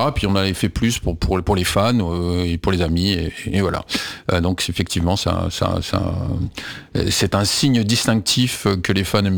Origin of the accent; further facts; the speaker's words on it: France; mais sauf que nous on est français, on veut être compris